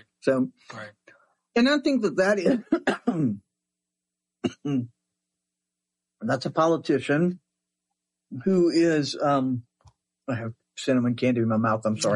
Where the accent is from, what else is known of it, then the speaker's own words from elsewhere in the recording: Texas, United States; as a Texan, as an LGBTQ person.